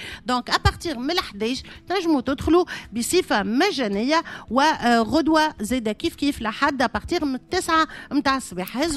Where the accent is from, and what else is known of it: Tunisia